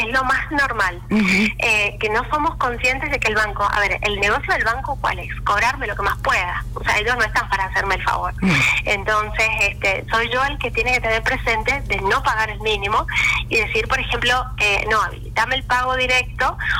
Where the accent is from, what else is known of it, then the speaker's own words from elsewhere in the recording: Argentina; A nosotros como argentinos